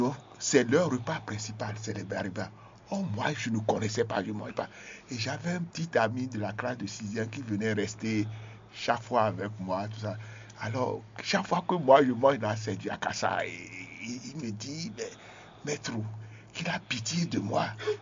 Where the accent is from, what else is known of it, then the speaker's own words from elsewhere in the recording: Benin; also born or lived in Bembèrèkè; moi, je viens du Sud, j'ai été affecté, je ne sais pas, dans les années 90, 80 et 80 au CIG Bembereke.